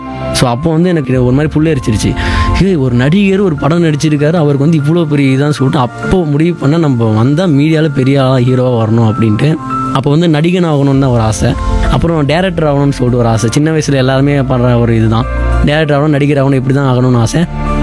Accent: Salem, Tamil Nadu, India; நான் வந்து சேலம் மாவட்டத்தை சேர்ந்தவன். பிறந்ததுலேருந்து எங்கள் தான் சேலம் அம்மாப்பேட்டையில் தான் இருக்கிறேன்.

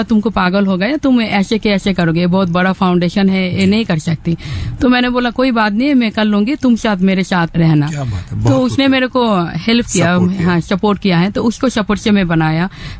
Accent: Bangladesh; Hindi is a second language; हाँ, मैं क्या है, मैं बांग्लादेश से हूँ, लेकिन मैं जब छोटा था तब मेरा फादर सिबलिंग जी ने।

